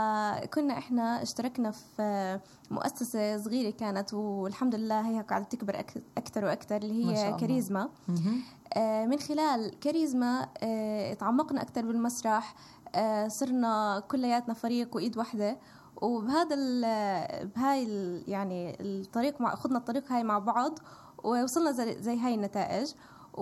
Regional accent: Palestine; now in Tulkarm, Palestine; إحنا كفلسطينية وكموجودين في طول كرم

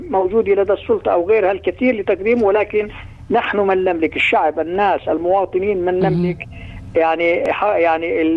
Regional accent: Palestine; أنا بقول الآن إحنا كشعب فلسطيني بغض النظر عن كل ما يقال والخلافات والسياسي

